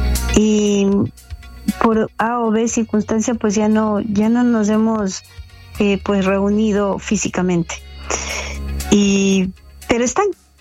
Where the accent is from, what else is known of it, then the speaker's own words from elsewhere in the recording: Ecuador; moved away; donde yo crecí, Ecuador